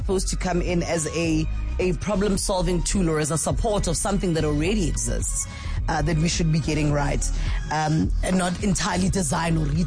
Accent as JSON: {"language": "English", "town": "Soweto", "region": "Gauteng", "country": "South Africa", "tie": "born or raised there", "said": "Because I know growing up in Soweto, there were libraries in every area."}